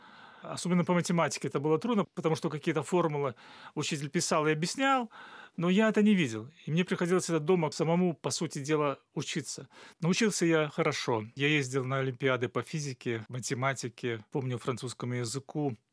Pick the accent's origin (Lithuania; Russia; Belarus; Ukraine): Belarus; Stowbtsy District, Minsk Region; Я родился в Столбцовском районе, это Западная Беларусь.